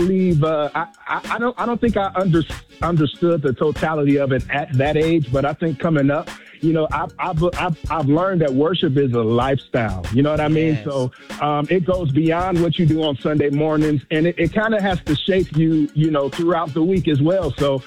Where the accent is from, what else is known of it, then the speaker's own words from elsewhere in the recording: Gary, Indiana, United States; I'm born and raised in Gary, Indiana. I grew up in church.